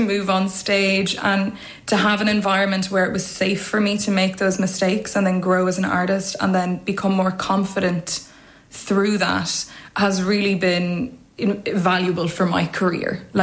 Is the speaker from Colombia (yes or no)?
no; Dublin, Leinster, Ireland; I'm a soprano from Dublin